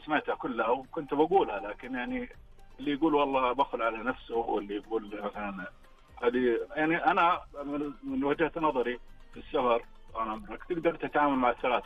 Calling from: Jeddah, Makkah Province, Saudi Arabia

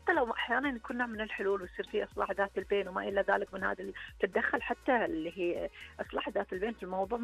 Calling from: Saudi Arabia; عندنا في السعودية

